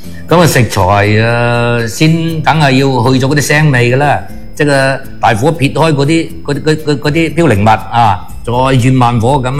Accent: Guangdong, China; 我哋廣東人

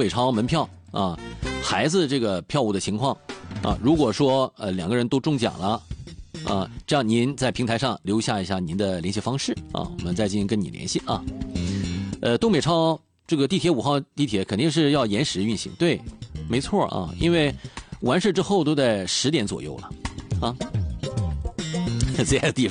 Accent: Liaoning, China

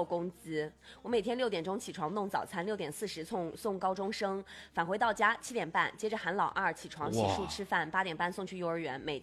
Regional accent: Inner Mongolia, China; moved away; 我们内蒙古人已经足够真诚了。

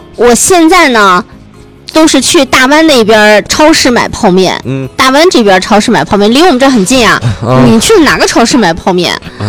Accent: Northeast China, China; now in Xinjiang, China; 东北我们老家这边

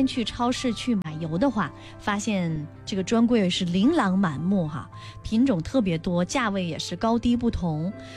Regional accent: China; 我们中国人的烹饪方式离不了它

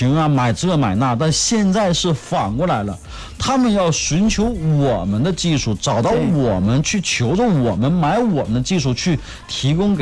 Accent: China

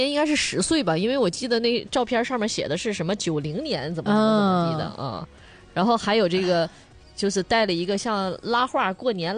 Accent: Huludao, Liaoning, China; born there; 我小时候在葫芦岛逛公园，

